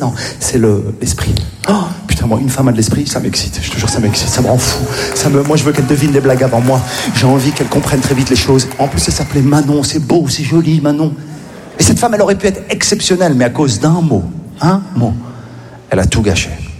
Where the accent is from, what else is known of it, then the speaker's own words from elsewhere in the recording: Morocco; born there; Je suis né au Maroc. Ce qui est bien quand t'es marocain